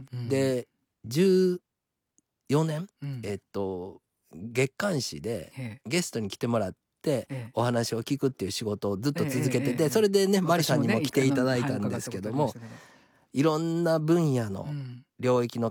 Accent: Kansai, Japan; accent: Kansai dialect; 僕、ね、関西弁がちょっときついので、

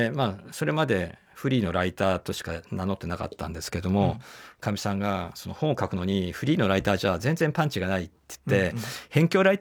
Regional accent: Hachioji, Tokyo, Japan; 僕は東京の八王子出身なんですけども、今の八王子じゃなくて、昔の八王子って本当に田舎だったんですよ。だからもうそこら中、もう山とか林、川、田んぼがあって

